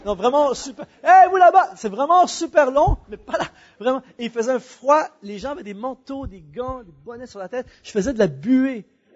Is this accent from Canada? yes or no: yes; Canada; J'ai fini la tournée. Je suis retourné chez nous au Canada.